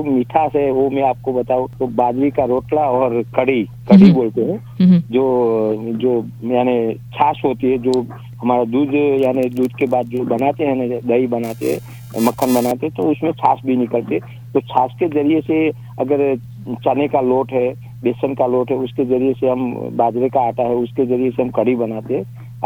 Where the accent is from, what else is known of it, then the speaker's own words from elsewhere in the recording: Der, Gujarat, India; मेरा गाँव का नाम डेर और तहसील जिला पाटन जहाँ रानी की गाँव है